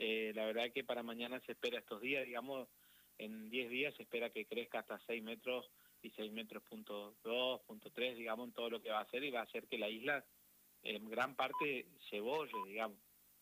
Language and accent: Spanish; Empedrado, Corrientes, Argentina; Bueno, mi pueblo se encuentra a 58 kilómetros de la capital al sur, digamos, por la costa del río Paraná, se llama Empedrado.